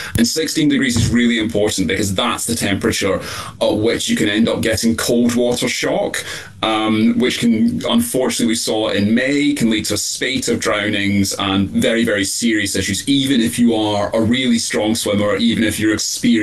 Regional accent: Scotland, United Kingdom; I mean, I'm from Scotland. We've definitely had a cool climate. I grew up shivering most of the time.

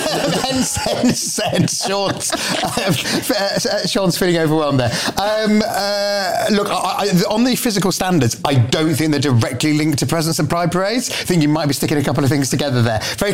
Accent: North West England, United Kingdom; I'm from Greater Manchester like you, Patrick.

